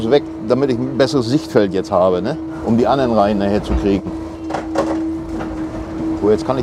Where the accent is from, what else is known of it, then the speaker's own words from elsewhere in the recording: Rostock, Mecklenburg-Vorpommern, Germany; Rostock ist meine Heimat und dann guckt man, dass man nachher im gewissen Alter nachher immer zu Hause bleibt, ne?